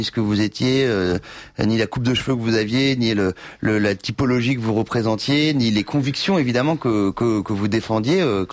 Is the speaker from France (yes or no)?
yes; Louveciennes, Île-de-France, France; mon voisin de Loucienne, là où j'ai grandi